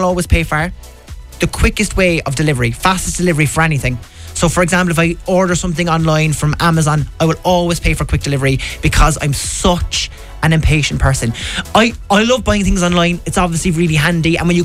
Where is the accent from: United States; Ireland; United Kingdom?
Ireland; Cork, Munster; because I'm from Cork as well